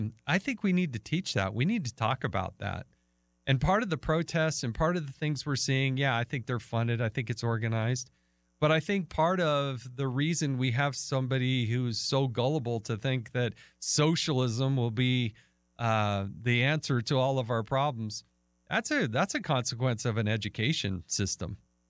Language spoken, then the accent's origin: English; Utah, United States; my home state of Uta